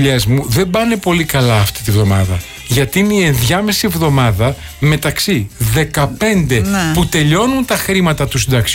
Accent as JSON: {"language": "Greek", "country": "Greece", "said": "σαν Έλληνας πολίτης."}